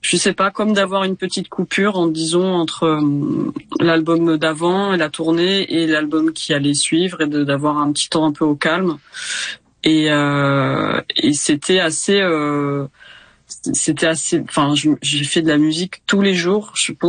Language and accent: French; Ramatuelle, Provence-Alpes-Côte d'Azur, France; En fait, j'ai un lien assez fort avec Ramatuelle, donc là où j'ai grandi, puisque toute ma famille est là